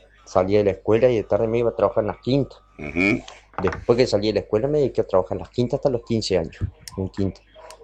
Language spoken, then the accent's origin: Spanish; Salto, Uruguay; moved away as an adult; yo soy nacido y criado en Salto. Me vine allá cuando tenía 21 años, en el año 2001.